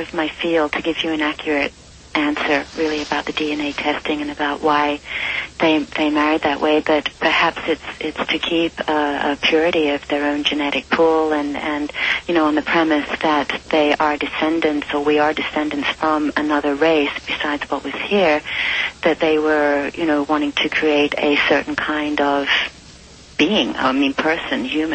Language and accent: English; United Kingdom; born there; I was born in Britain, although I hadn't lived there for any length of time.